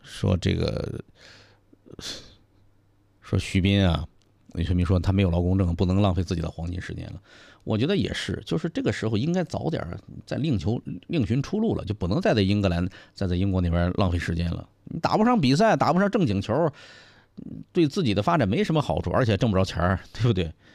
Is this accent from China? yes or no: yes; China